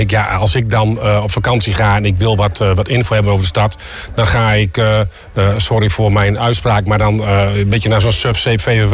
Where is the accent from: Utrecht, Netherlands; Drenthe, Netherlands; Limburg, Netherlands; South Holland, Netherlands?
Drenthe, Netherlands; Hooghalen; wij zijn dorpsgenoten. We komen allebei uit Ooghalen.